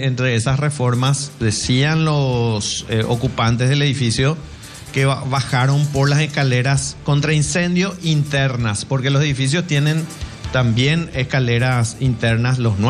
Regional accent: Asunción, Paraguay; born there; No, yo nací en Asunción.

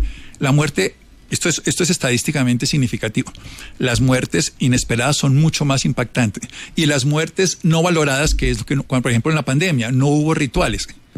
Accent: Armero, Tolima, Colombia; Yo soy de Armero, Tolima. 25 mil personas murieron hace 40 sí, años.

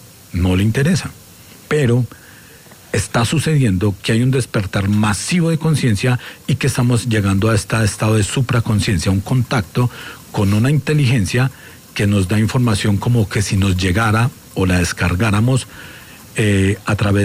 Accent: Pereira, Risaralda, Colombia; Yo soy de Pereira y prácticamente pues no viví el terremoto porque estaba precisamente en Ibagué en estos días

